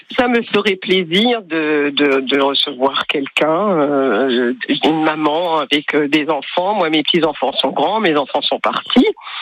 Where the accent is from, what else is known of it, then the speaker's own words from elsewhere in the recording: Grand Est, France; born there; also born or lived in Paris / Besançon; Oh, à la base, j'ai bourlingué un peu. À la base de naissance, je suis alsacienne.